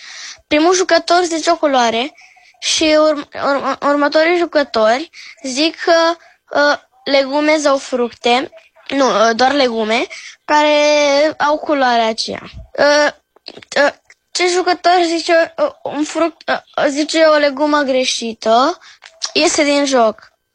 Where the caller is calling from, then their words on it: Romania; din România